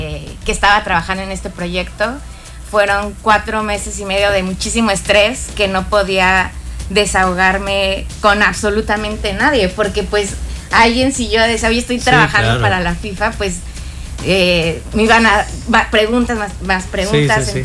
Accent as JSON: {"language": "Spanish", "town": "Toluca", "region": "State of Mexico", "country": "Mexico", "said": "yo vengo de Toluca, que es una ciudad 100% futbolera."}